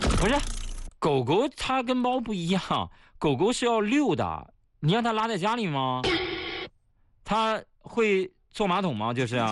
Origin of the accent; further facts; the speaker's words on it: Shanxi, China; born there; moved away; 我那次回山西老家